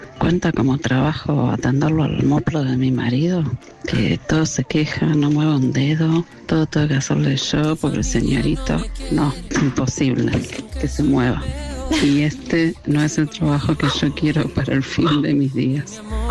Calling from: Buenos Aires, Argentina; de Villa Pueyrredón.

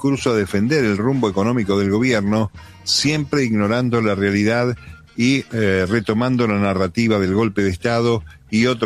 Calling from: Florencio Varela, Buenos Aires Province, Argentina; de Florencio Varela.

